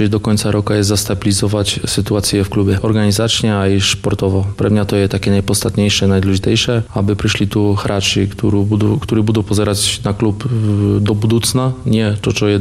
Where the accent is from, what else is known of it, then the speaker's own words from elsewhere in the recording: Wieliczka, Lesser Poland, Poland; Slovak is a second language; Som rodákom z Veličky, bývam v Veličce, manželkom aj mám dvoch synov